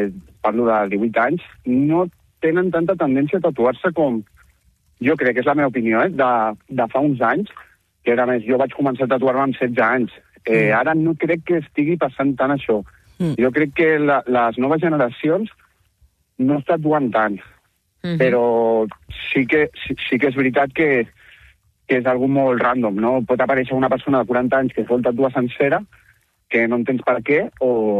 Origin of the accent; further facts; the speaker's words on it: Barcelona, Catalonia, Spain; jo soc de Barcelona.